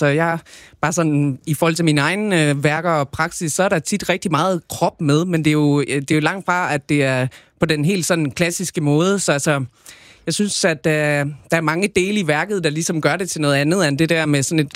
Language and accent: Danish; Svendborg, Region of Southern Denmark, Denmark; nu er jeg fra Svendborg